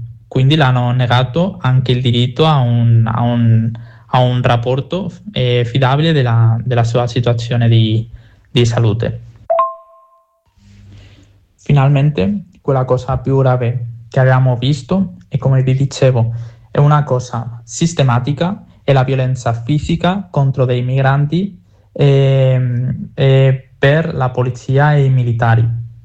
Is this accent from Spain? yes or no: yes; Spain; Italian is a second language; il governo del nostro paese, della città di Ceuta